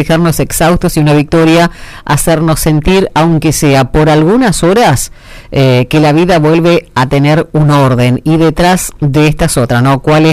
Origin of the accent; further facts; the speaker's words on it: Argentina; vos sabés que el tema de ser tan pasionales como somos los argentinos, sobre todo cuando juega la selección